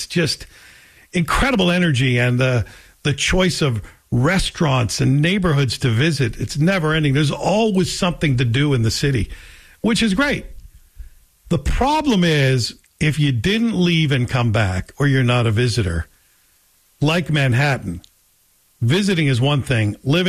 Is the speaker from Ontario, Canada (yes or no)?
yes; Toronto, Ontario, Canada; born there; also born or lived in near Glasgow, Scotland; Toronto will always be home for me. Born in a small town near Glasgow, Scotland. I don't think of Scotland as home. I think of it as my homeland, where I still have many relatives